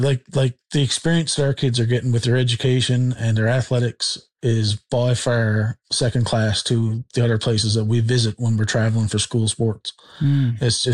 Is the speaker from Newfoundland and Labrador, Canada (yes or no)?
yes; Cartwright, Newfoundland and Labrador, Canada; I'm an HJ alumni right from K-12, born and bred in Cartwright.